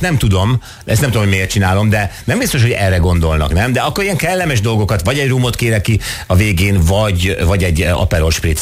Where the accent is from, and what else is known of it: Hungary